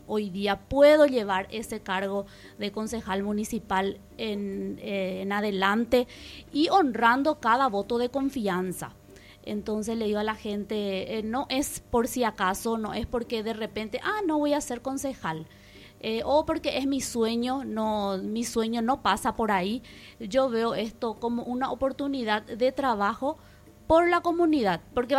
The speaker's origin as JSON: {"language": "Spanish", "town": "Pedro Juan Caballero", "region": "Amambay", "country": "Paraguay", "tie": "born there", "said": "yo soy nacida en Pedro Juan Caballero"}